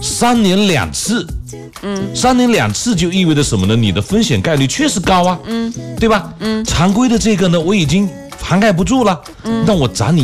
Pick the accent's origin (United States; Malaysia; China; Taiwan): China